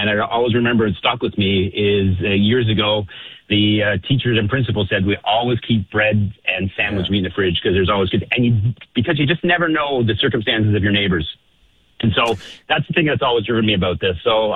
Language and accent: English; Toronto, Ontario, Canada; So I'm back in Ontario where I started. I'm from Toronto and I started here.